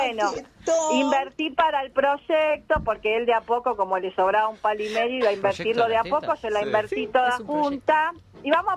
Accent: Buenos Aires, Argentina; moved away as an adult; now in Merlo, San Luis, Argentina; Soy porteña, nacida en Parque de los Patricios, hincha de Huracán.

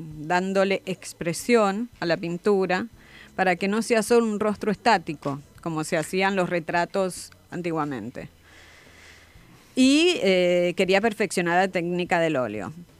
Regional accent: San Juan, Argentina; now in Buenos Aires, Argentina; Soy porteña, sí. Por adopción.

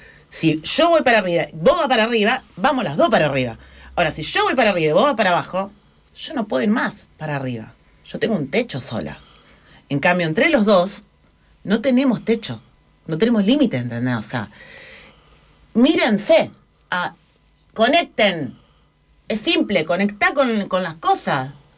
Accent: Rosario, Santa Fe, Argentina; somos rosarinos, es como una cosa aparte.

